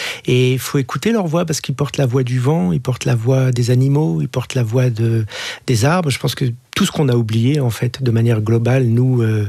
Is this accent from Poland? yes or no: no; Paris, Île-de-France, France; Moi, je suis parisien